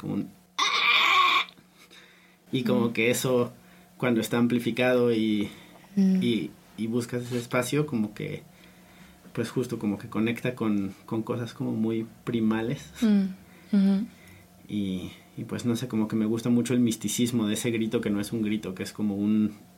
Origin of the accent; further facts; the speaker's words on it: Mexico; como que crecí moviéndome mucho en México